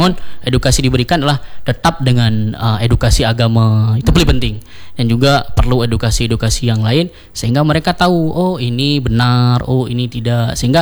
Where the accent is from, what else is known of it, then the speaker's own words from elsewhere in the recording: Aceh, Indonesia; now in Banda Aceh, Indonesia; culture kita orang Aceh itu